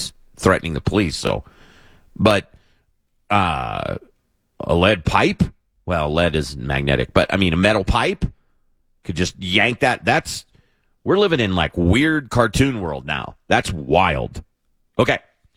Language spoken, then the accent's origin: English; Sells, Arizona, United States; moved away; I grew up down in Sells, Arizona, which is on the Tonawatam Indian Nation. My parents are missionaries.